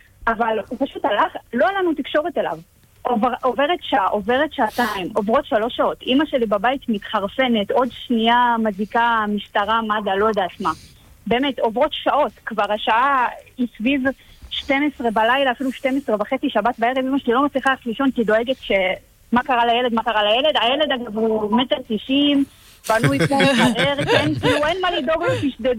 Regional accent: Yavne, Central District, Israel; הוא רצה להוציא גימלים, אנחנו מיבנה, והביקור רופא הקרוב היה באשדוד.

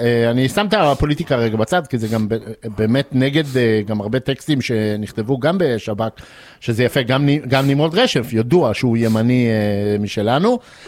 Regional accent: Rehovot, Central District, Israel; גדלתי גם ברחובות, שהיא עיר שכנה ליבנה

